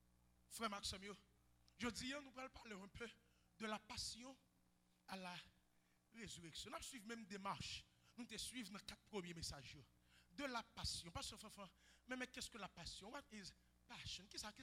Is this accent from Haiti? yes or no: yes; Haiti; En tant qu'haïtien, en tant que pasteur haïtien, je ne peux pas courir sous texte.